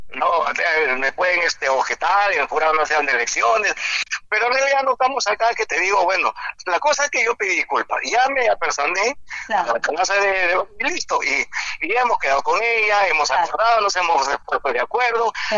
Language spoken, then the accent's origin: Spanish; Túcume, Lambayeque, Peru; now in Mochumí, Peru; Que como paisano, como tucumano